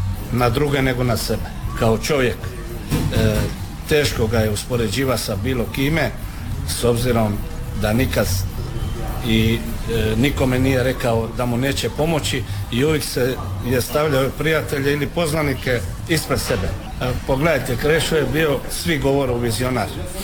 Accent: Zadar, Zadar County, Croatia; born there; ja sam nakon toga sa Cerarije prešao u kvart Relja i počeo sam trenirati košarku

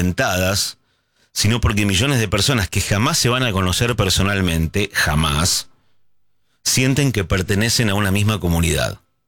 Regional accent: Argentina

